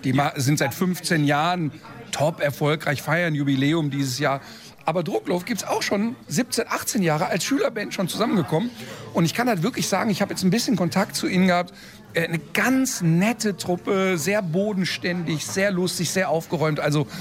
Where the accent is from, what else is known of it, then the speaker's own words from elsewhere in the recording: North Rhine-Westphalia, Germany; moved away as an adult; now in Cologne, Germany; ich komme hier vom linken Niederrhein. Also ich bin ja hier aufgewachsen, ich bin hier geboren in der Region. Mein Vater lebt noch hier, ich habe Freunde, die hier leben.